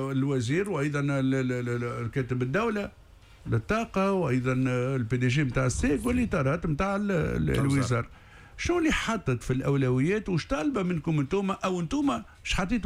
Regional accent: Tunisia

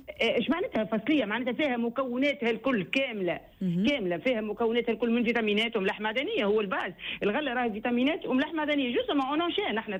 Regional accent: Tunisia; عندنا في تونس

